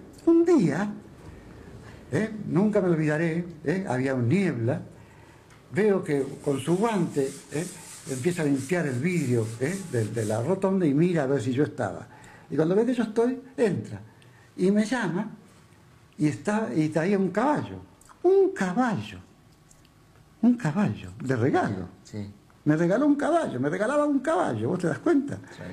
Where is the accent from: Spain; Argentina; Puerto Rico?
Argentina; moved away; yo, como era argentino